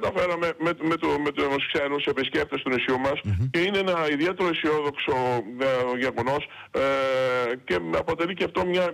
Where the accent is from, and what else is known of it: Greece